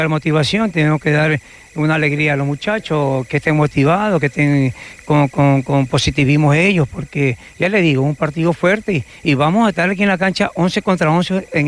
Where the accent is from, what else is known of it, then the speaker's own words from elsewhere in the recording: Manabí, Ecuador; now in Guayaquil, Ecuador; Sí, yo soy de la provincia de Manabí, soy de Valle de Caracas y ya tengo muchos años radicado en la ciudad de Guayaquil.